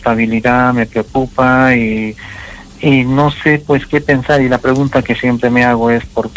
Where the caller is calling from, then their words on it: Arequipa, Peru; Yo vivo en Arequipa, uh-huh. Ciudad de Arequipa.